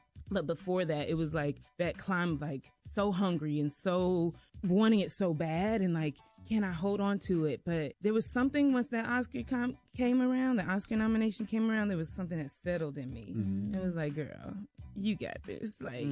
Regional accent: South Carolina, United States; I'm from South Carolina, small town, grew up in the church, low to mid class family.

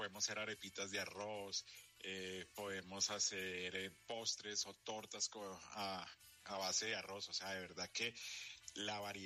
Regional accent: Colombia; lo que nosotros buscamos como país colombiano

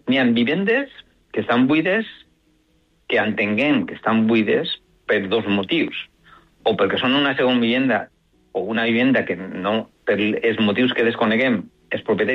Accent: Olleria, Valencian Community, Spain; jo soc d'Olleria

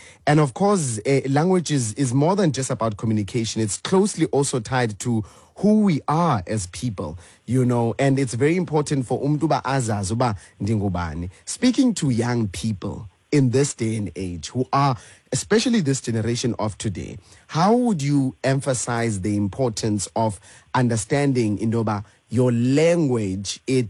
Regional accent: South Africa; us as South African also citizens

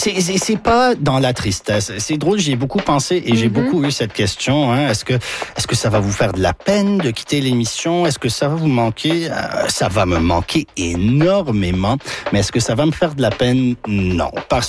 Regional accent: Toronto, Ontario, Canada; quand j'étais petit, en grandissant à Toronto

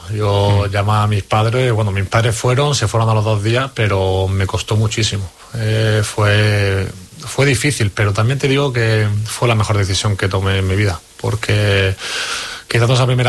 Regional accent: Almería, Andalusia, Spain; Más que nada también porque soy de la Almería.

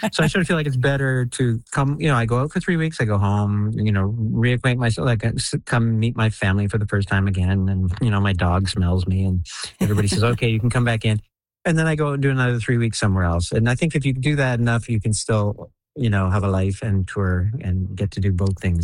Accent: Canada; The fact is, you know, I'm Canadian. I live in Canada.

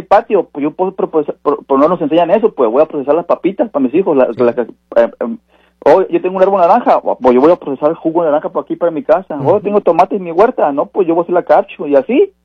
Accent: Sonora, Mexico; Que somos de Sonora.

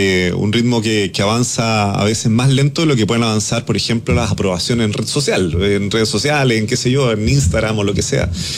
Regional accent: Chile

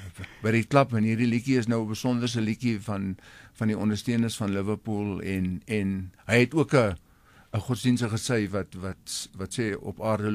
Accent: Durbanville, Western Cape, South Africa; moved away as an adult; also born or lived in Mossel Bay / Brandvlei / Caledon / Stellenbosch; toe het hy 'n pos in 1975 in Durbanville se laerskool hoof geword. En ons het toe getrek na 6 maande uit Caledon het ek en my ma en my twee susters en ons het daar gebly, laerskool klaar gemaak, hoërskool gemaak, gematrikuleer.

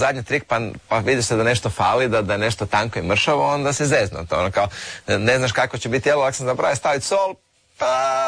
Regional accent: Croatia; nisu baš bili samo američki, ja sam iz Hrvatske.

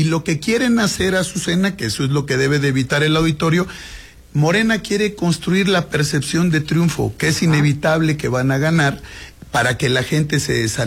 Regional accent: Mexico; somos mexicanos

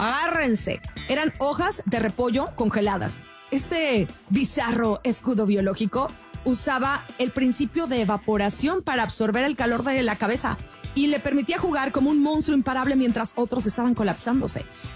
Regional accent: Mazatlán, Sinaloa, Mexico; also born or lived in Culiacán; yo soy de Mazatlán y en Mazatlán sudas mucho, pero en Culiacán, donde viví mucho tiempo, era seco

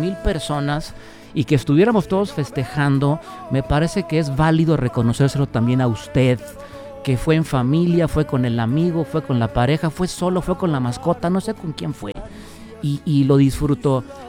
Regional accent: Mexico; yo sé que soy mexicano

